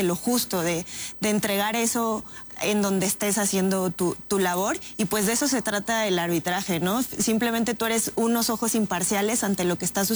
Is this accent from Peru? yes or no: no; Mexico